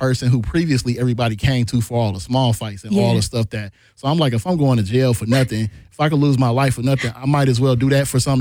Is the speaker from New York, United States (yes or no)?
no; Mississippi, United States; born or raised there; moved away